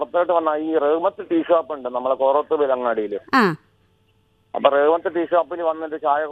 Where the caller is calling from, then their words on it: Kerala, India; Correct പറയുകയാണെങ്കിൽ ഇരുവള്ളൂർ അമ്പലപ്പാട് കൊറത്തുവേലി എന്നൊക്കെ പറയും.